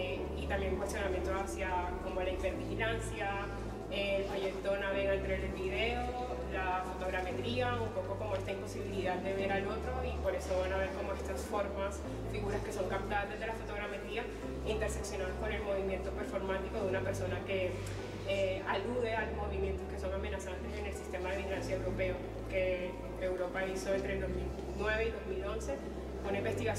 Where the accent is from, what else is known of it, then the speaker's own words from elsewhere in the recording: Colombia; soy de Colombia.